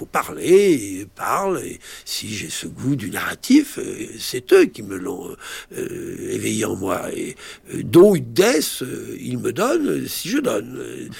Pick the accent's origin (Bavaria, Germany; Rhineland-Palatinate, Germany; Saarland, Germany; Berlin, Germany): Rhineland-Palatinate, Germany; Mainz; vous savez que je suis né à Mayence, en Rhénanie, et ces 8 années que j'ai passées sur les bords du Rhin m'ont beaucoup marqué.